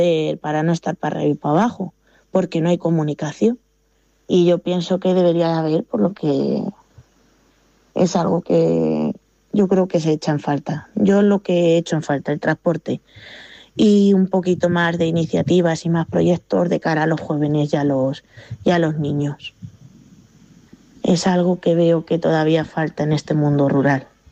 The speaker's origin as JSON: {"language": "Spanish", "town": "Parla", "region": "Community of Madrid", "country": "Spain", "moved": "as an adult", "lives_now": "El Torno, Spain", "said": "yo tenía allí en Madrid tenía trabajito en Parla, que es de donde soy yo, y me vine"}